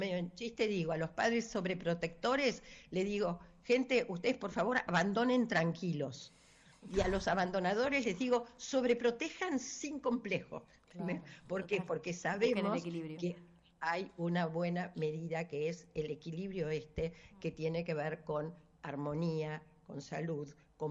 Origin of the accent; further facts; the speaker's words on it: Argentina; nacimos en Argentina y no en África